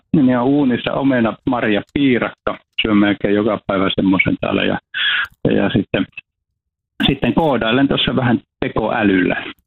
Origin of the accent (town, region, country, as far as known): Iisalmi, Northern Savonia, Finland; born or raised there